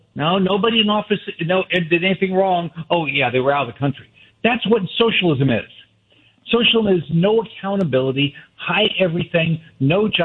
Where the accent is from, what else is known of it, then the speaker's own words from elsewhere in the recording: Midwest, United States; In my lifetime, I grew up in the Midwest.